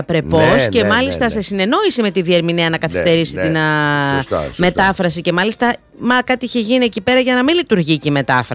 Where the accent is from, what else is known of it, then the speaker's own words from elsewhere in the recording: Greece; εγώ να σου πω κάτι ως Ελληνίδα τώρα